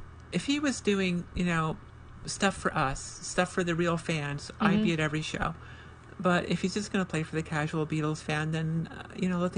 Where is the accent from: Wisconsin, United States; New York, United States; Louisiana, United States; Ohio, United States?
Ohio, United States; Akron; Yeah, they're all from my hometown of Akron, and I knew them back when they were an earlier band called